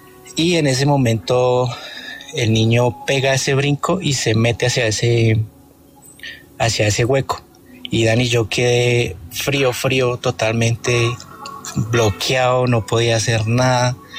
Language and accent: Spanish; Tabio, Cundinamarca, Colombia; Eso fue en el año 2011, en Tabio. Yo soy de Tabio.